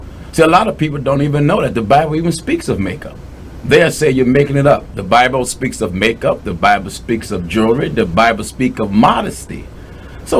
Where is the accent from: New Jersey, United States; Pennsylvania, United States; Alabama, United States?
Pennsylvania, United States; Philadelphia; I grew up in Huntington Park.